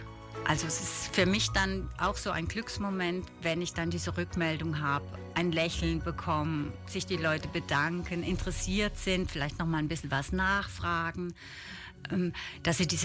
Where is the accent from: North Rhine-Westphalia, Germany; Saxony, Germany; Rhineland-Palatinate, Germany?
Rhineland-Palatinate, Germany; Leinsweiler; Da kann ich eben auf meinen Heimatort Leinsweiler schauen. Da geht mein Herzchen immer auf.